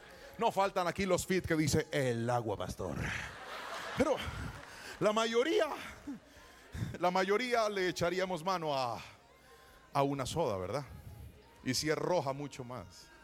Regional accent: Cali, Valle del Cauca, Colombia; ¿Para qué trajeron a este caleño?

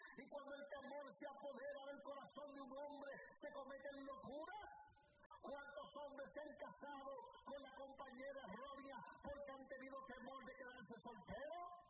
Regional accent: Puerto Rico; Mira, hermano, yo soy puertorriqueño y yo hablo con la L y con la R y todavía trato de educarme

